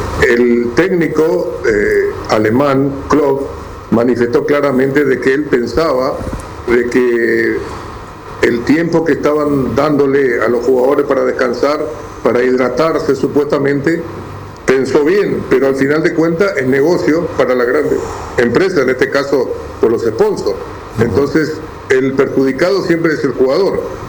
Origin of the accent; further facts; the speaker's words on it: Paraguay; me siento orgulloso como paraguayo